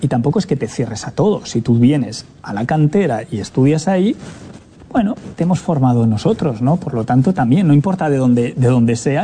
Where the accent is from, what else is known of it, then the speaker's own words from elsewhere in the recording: Bilbao, Basque Country, Spain; now in Montevideo, Uruguay; lo de Bilbao, como te he dicho, yo cuando me presento siempre los de Bilbao decimos, somos de Bilbao. Bien. Es una pequeña ciudad que está rodeada por las montañas, se le llama el Bocho